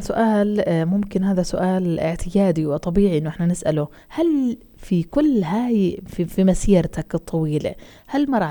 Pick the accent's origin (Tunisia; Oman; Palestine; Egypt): Palestine; أنا دائما بحكي إنه إحنا كشعب فلسطيني وكأطفالنا بدون ذكر مواقف محددة كلنا عنا قصص